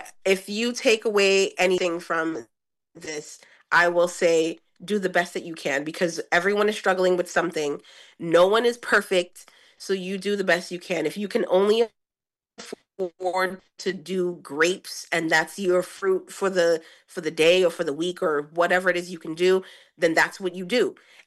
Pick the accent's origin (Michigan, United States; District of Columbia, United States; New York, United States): New York, United States; Brooklyn; moved away as an adult; now in New Jersey, United States; I'm in New Jersey, but I am from Brooklyn. I'm a New Yorker. And I moved into New Jersey after COVID, actually.